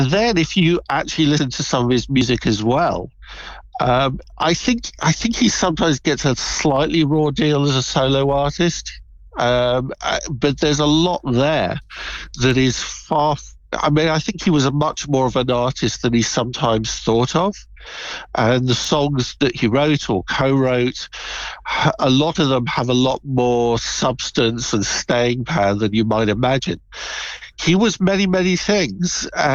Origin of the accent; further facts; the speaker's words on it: London, United Kingdom; I'm a Londoner myself